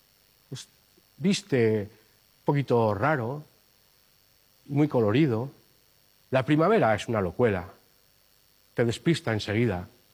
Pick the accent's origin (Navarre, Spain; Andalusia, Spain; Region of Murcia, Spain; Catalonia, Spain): Navarre, Spain; Hace años que entró por mi tierra, por allá por el Pirineo Navarro